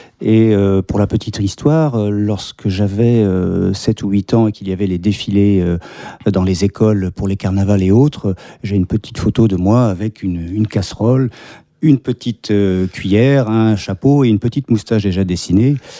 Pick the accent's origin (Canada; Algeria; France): France; Pont-l'Abbé, Brittany; born there; moved away as an adult; also born or lived in Quimper; Absolument, je suis né à Pont-l'Abbé, donc Bigoudin de naissance.